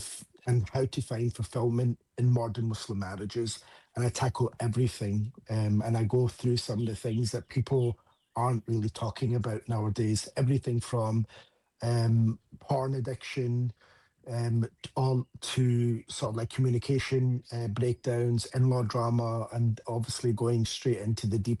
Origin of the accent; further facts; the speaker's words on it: Scotland, United Kingdom; accent: Scottish; now in United States; because obviously I'm born and raised in the UK, as you can tell, I've got a Scottish accent, I'm actually from Scotland. But then now almost being in the US for 10 years